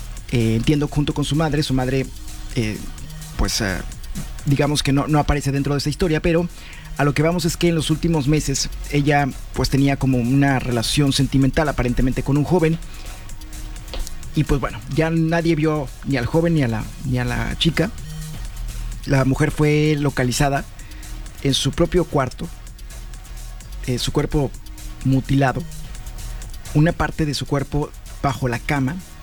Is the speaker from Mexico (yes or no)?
yes; Mexico; como mexicanos solamente nos duele cuando es tema económico